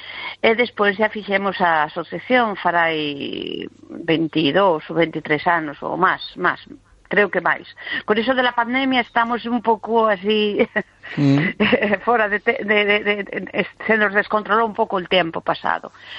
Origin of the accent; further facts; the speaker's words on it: Madrid, Community of Madrid, Spain; Galician is a second language; now in Galicia, Spain; castelán, porque claro, eu son madrileña, ya ves que meu castrapo é